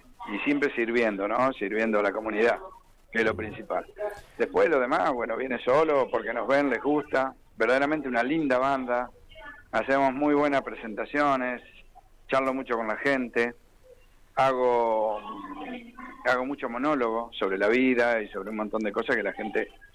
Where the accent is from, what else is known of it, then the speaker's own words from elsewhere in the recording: Ramallo, Buenos Aires Province, Argentina; en mi pueblo, ahí en Ramallo Pueblo